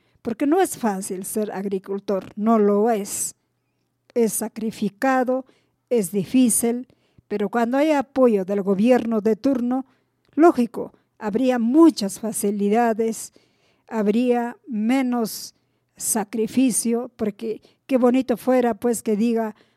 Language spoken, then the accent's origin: Spanish; Peru; no hay que ser racista y desagradecidos como peruanos.